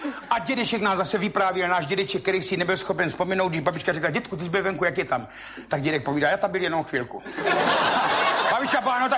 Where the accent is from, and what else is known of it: Řicmanice, South Moravian Region, Czechia